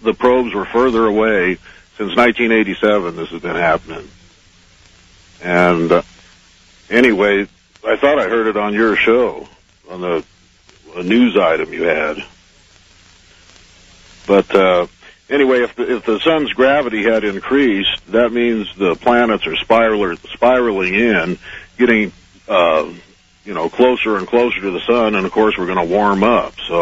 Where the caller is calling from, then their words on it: Reno, Nevada, United States; from Reno.